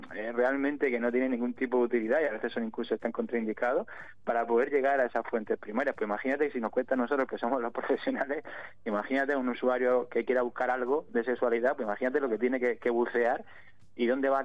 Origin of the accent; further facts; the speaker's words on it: Region of Murcia, Spain; llevamos aquí más de 20 años en la región, somos todos murcianos